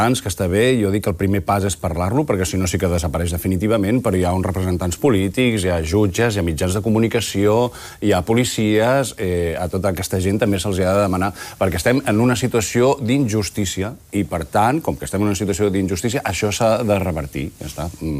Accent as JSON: {"language": "Catalan", "region": "Catalonia", "country": "Spain", "first_language": "Catalan"}